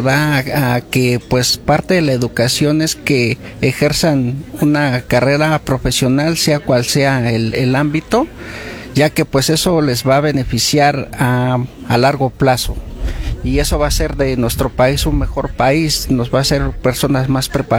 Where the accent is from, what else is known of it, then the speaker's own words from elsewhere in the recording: Tizayuca, Hidalgo, Mexico; Venimos desde Tizayuca, Hidalgo.